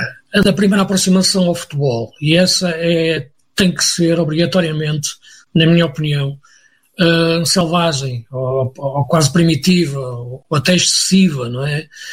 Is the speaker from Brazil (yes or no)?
no; Porto, Norte, Portugal; also born or lived in Braga; Nasci em Braga, mas cresci no Porto.